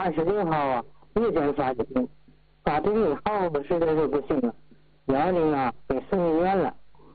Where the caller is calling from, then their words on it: Tianjin, China; 我家是天津永和。